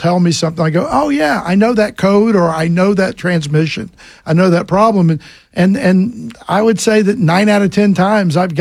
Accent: Sandy Springs, Georgia, United States; also born or lived in Atlanta, Georgia; I've been in the car business for 45 years in Atlanta, Georgia. I'm from Atlanta. I grew up in Sandy Springs, have been in the business for a very long time.

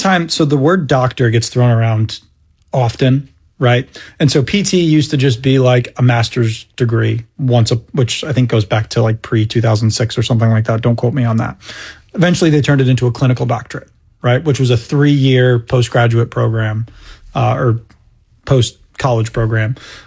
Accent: Maine, United States; So... I grew up in Maine, and that was small town. Most people that are born and raised there don't ever leave, which is not dissimilar to other places in the world.

